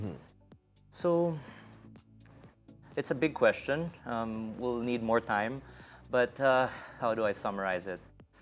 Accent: Bacolod, Western Visayas, Philippines; accent: Ilonggo; moved away as an adult; also born or lived in Manila; being born and raised in Bacolod

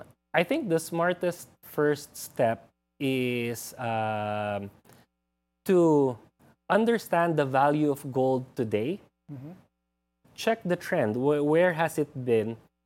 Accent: Philippines; So as a Filipino, you need to do a lot of computation to go to where we are, which is more peso per gram.

